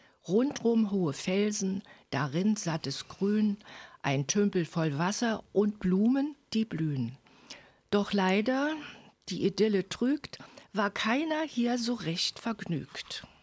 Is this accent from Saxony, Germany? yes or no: no; Berlin, Germany; now in Greifswald, Germany; Ursprünglich bin ich Berliner, wie man vielleicht noch hört.